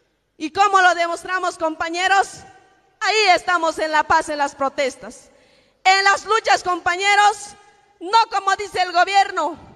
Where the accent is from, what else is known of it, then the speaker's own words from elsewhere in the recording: Bolivia; como bolivianos, nacidos en esta tierra